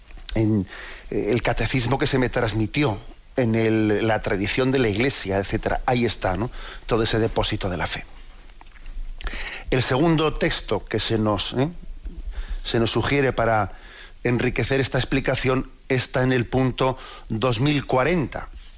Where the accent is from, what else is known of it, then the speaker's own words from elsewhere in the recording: Basque Country, Spain; que yo soy vasco, ¿no? Pues en el idioma vasco no se suele decir mi padre o mi madre